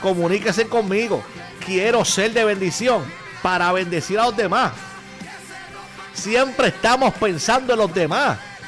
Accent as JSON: {"language": "Spanish", "town": "Dorado", "country": "Puerto Rico", "said": "yo soy de Dorado."}